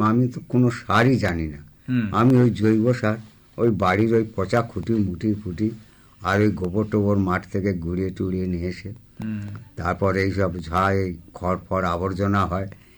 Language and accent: Bangla; Pranballavpur, West Bengal, India